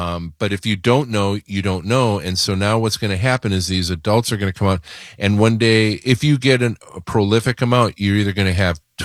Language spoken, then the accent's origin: English; Mukwonago, Wisconsin, United States; I grew up in Mequonago, and we're the Mequonago Indians